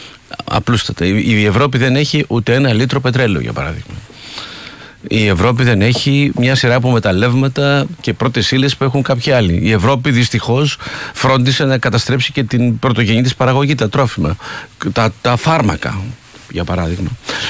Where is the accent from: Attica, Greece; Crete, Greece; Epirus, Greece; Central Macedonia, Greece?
Epirus, Greece; born or raised there; moved away